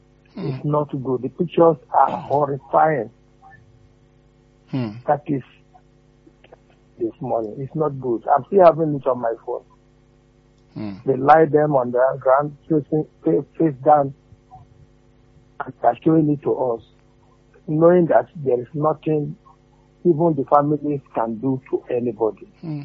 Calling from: Nigeria; Coming from Oluguaru.

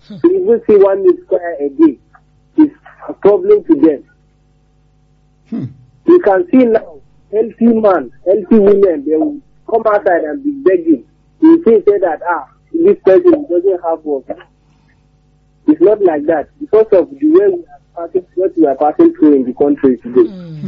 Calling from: Abata, Nigeria; I'm calling from Abata.

